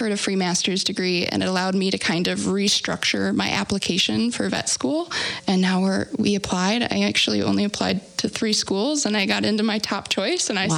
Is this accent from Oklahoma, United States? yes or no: no; Clarkston, Michigan, United States; I grew up in Clarkston, so not far from here at all